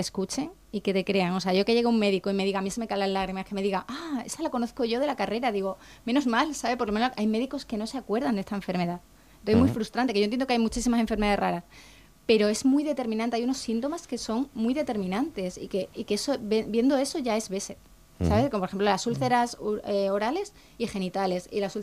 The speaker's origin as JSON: {"language": "Spanish", "town": "Cáceres", "region": "Extremadura", "country": "Spain", "lives_now": "Mérida, Spain", "said": "soy extremeña, o sea, soy de Cáceres y vivo en Mérida"}